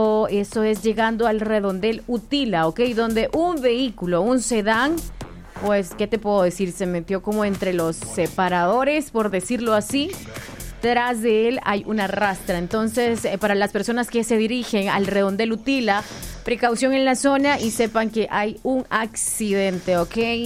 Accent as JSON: {"language": "Spanish", "country": "El Salvador", "said": "Ya lo sabes, pero como salvadoreños somos. Salvadoreños somos, dicen."}